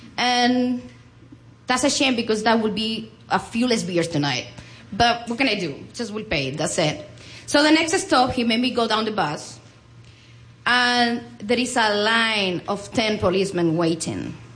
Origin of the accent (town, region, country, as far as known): Spain; English is a second language